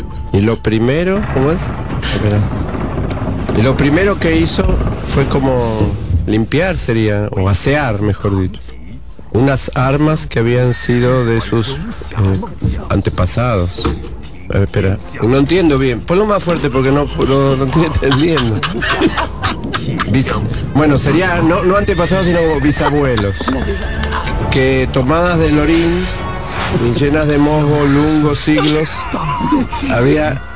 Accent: Argentina; Yo soy argentino.

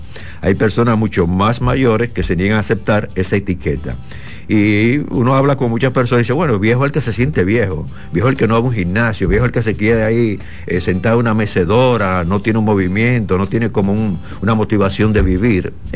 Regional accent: Dominican Republic

